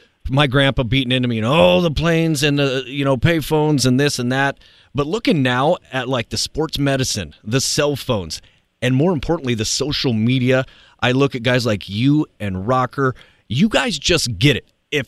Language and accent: English; Montana, United States; That's a hop, skim, and a jump from my hometown.